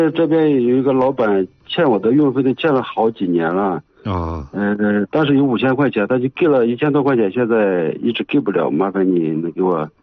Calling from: Xiangning, Shanxi, China; 我是临汾乡宁的。

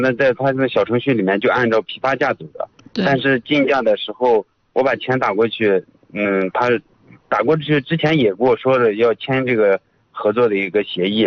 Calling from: Yuncheng, Shanxi, China; 我是咱盐湖区的

